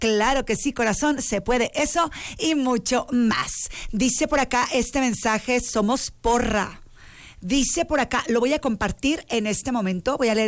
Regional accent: Mexico; Somos mexicanos.

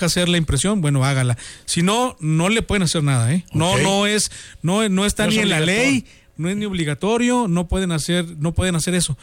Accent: Mexico; los mexicanos, y como pues somos

